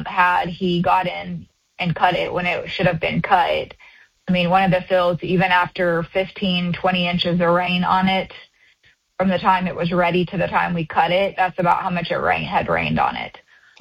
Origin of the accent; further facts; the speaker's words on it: Sayre, Oklahoma, United States; We're from Western Oklahoma, Sayre, S-A-Y-R-E.